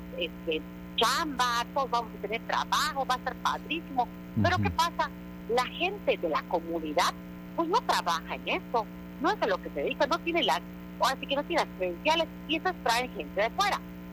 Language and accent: Spanish; Yucatán, Mexico; yo soy de Yucatán